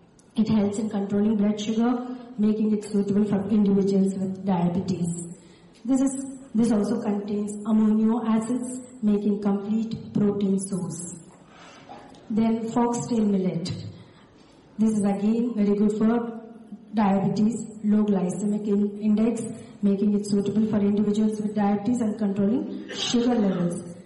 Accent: Andhra Pradesh, India; from Andhra Pradesh. I am a coordinator and a small gist I would like to tell about my center. My center is on the fence of a forest called Kaundinya, which runs across Chittoor district.

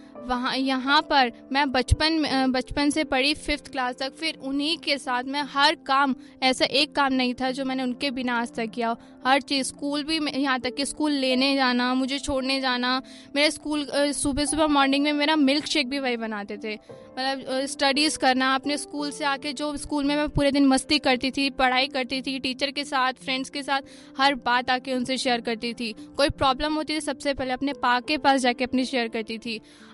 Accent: Delhi, India; born there; शाहबाद गांव में रहने वाली, दिल्ली में। मेरा जन्म दिल्ली में हुआ।

